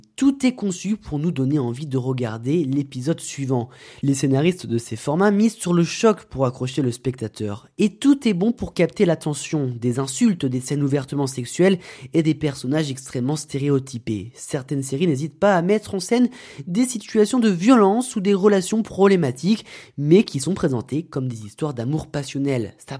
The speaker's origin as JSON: {"language": "French", "country": "France", "said": "Chez nous en France"}